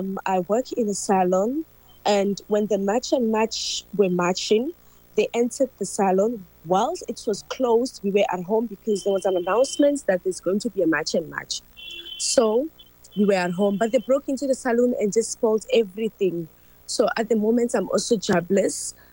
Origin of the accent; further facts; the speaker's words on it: South Africa; I grew up here in South Africa. My grandmother was a teacher here in South Africa, and I stayed with her. So I grew up here in South Africa. I didn't grow up in Ghana.